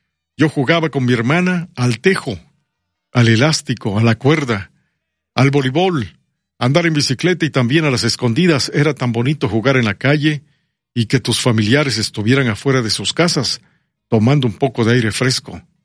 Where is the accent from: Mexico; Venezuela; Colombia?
Mexico; Veracruz; Saludos al puerto de Veracruz, a mis amigos los veracruzanos. Yo soy veracruzano, 100% jarocho.